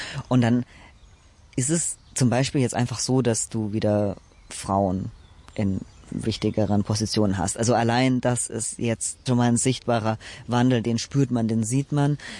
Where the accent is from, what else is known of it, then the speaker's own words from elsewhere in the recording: Germany; Also meine Eltern leben in Deutschland. Ich bin auch in Deutschland größtenteils aufgewachsen und meine Familie ist in Ungarn.